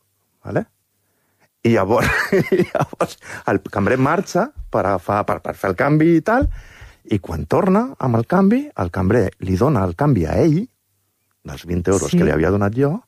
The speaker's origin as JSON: {"language": "Catalan", "town": "Barcelona", "region": "Catalonia", "country": "Spain", "said": "Buah, jo estic molt desentrenat, vinc de Barcelona, saps, o sigui, voluntarioso, però no acabo de consumar mai."}